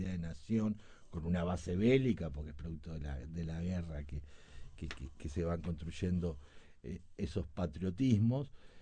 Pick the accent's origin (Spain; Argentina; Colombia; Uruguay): Uruguay; also born or lived in Brazil